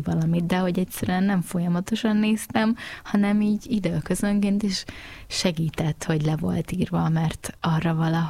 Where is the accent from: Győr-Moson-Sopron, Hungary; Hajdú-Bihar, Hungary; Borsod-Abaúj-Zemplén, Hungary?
Győr-Moson-Sopron, Hungary; Lébény